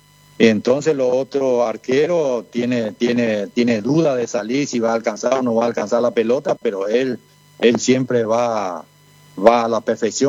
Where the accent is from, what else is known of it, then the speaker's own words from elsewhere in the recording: María Susana, Santa Fe, Argentina; No, sí, acá en Argentina sí, jugué también acá en mi pueblo de María Susana.